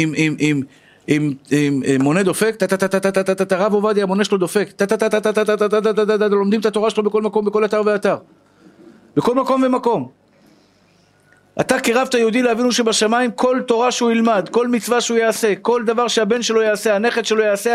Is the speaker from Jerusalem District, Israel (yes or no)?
no; Tel Aviv, Tel Aviv District, Israel; באתי משכונת התקווה